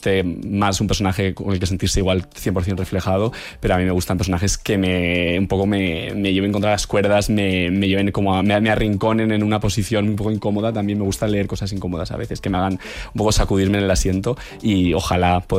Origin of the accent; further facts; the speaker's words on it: Navarre, Spain; yo también vengo de un pueblo de Navarra